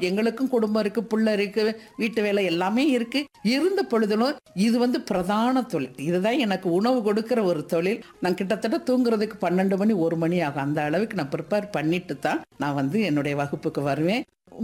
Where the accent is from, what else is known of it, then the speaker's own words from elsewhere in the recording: Madurai, Tamil Nadu, India; என்னுடைய பூர்வீகம் வந்து ராமநாதபுரம். நான் பிறந்து வளர்ந்தது எல்லாமே மதுரை தான்.